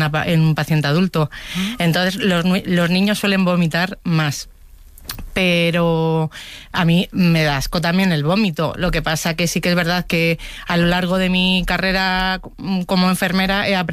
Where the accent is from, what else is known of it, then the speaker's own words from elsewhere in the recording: Madrid, Community of Madrid, Spain; Y porque soy de Madrid.